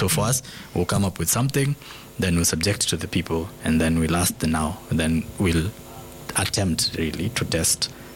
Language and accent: English; Nanyuki, Laikipia County, Kenya; I come from Nanyuki